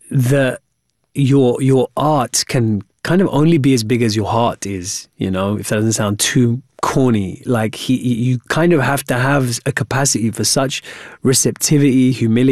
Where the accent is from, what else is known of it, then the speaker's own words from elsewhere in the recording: Wembley, London, United Kingdom; this Hamlet story set in, you know, medieval Denmark, actually is exactly like growing up in Wembley.